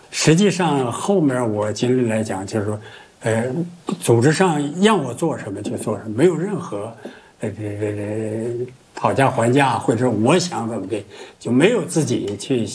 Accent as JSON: {"language": "Chinese", "country": "China"}